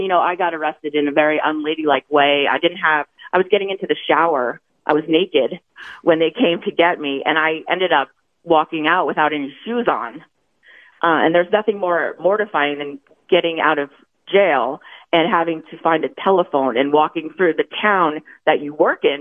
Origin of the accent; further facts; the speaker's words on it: Maine, United States; moved away; I'm from Maine, so I was in Maine with my family